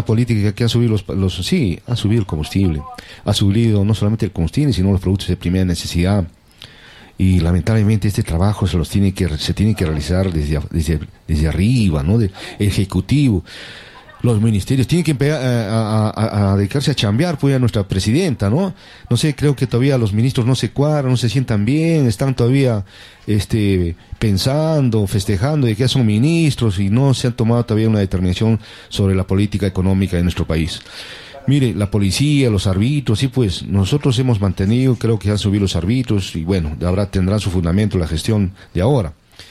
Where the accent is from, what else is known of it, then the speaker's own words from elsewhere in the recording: Cayma, Arequipa, Peru; Soy caimeño de Carmen Alto, soy agricultor y respetamos y amamos la campiña.